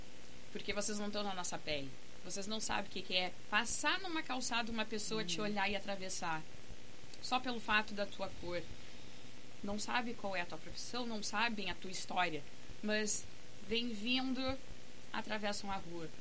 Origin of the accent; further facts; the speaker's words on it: Pelotas, Rio Grande do Sul, Brazil; eu sou mulher preta, nascida e criada em Pelotas